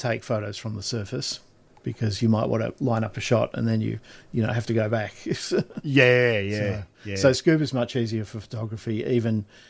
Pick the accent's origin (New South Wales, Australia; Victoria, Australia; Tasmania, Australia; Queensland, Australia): Victoria, Australia; Melbourne; I was brought up in Carlton.